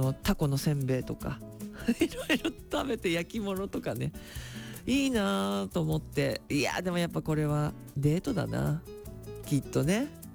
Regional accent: Shonan, Kanagawa, Japan; 私ここ地元湘南で

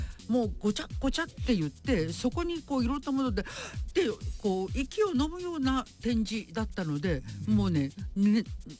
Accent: Kure, Hiroshima, Japan; 私は広島で育ってるので。

